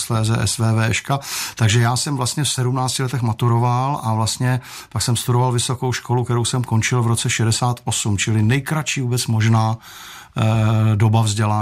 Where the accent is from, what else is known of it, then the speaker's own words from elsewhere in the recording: Prague, Czechia; já jsem Vltavou křtěný Pražák a vlastně celý dětství jsme strávili na Vinohradech. Já jsem bydlel s matkou a s bratrem, protože naši se rozvedli, když mi byli 4 roky